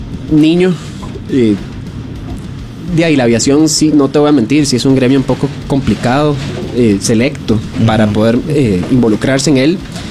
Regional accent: Costa Rica; como todos los ticos sabemos

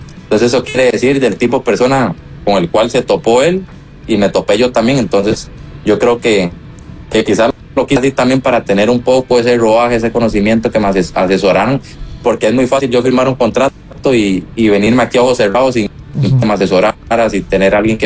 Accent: Siquirres, Limón, Costa Rica; now in San José, Costa Rica; yo vengo de Siquirres, o sea, vengo de un pueblo humilde, tranquilo.

